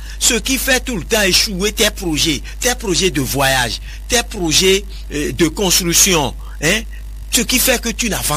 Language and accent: French; Benin; Moi, je suis béninois.